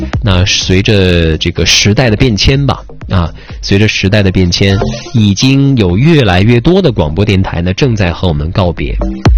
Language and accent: Chinese; Northeast China, China; 所以咱们东北这边很多人都会认为我也没有口音呢，我觉得我也没有口音呢